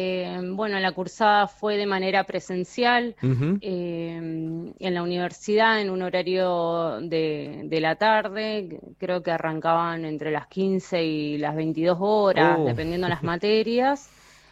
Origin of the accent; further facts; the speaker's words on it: Río Grande, Tierra del Fuego, Argentina; Yo soy fueguina, soy nacida acá, mi mamá es nacida acá, soy criada en Río Grande, formada profesionalmente acá en Río Grande